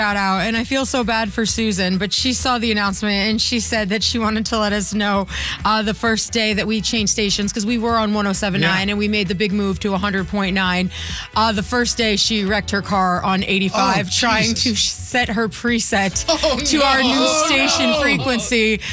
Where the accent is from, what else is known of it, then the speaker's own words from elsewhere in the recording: North Carolina, United States; so I grew up in Stanley County, and I used to get teased a lot